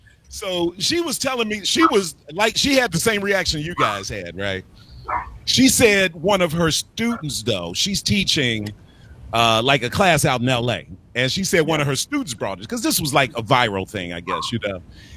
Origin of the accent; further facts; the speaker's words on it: Chicago, Illinois, United States; growing up in Chicago, listening to black music radio stations